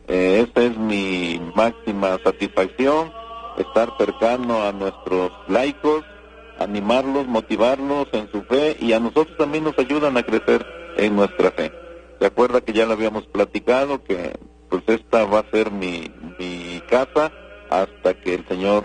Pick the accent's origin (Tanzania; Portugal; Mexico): Mexico; Puebla; En efecto, seguiré viviendo en Puebla, soy poblano.